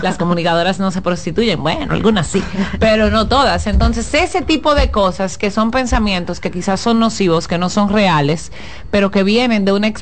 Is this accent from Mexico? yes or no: no; Higüey, La Altagracia, Dominican Republic; born there; Yo nací en Higüey